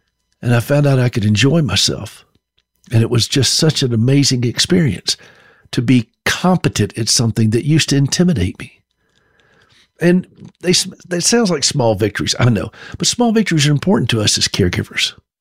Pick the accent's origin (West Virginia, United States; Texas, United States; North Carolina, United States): North Carolina, United States; But I remember I grew up skiing in North Carolina. When I first learned how to ski, we would go up to the mountains of North Carolina